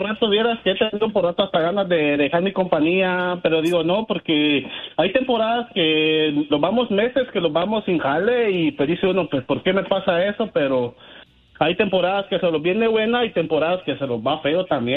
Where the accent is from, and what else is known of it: Guatemala; now in United States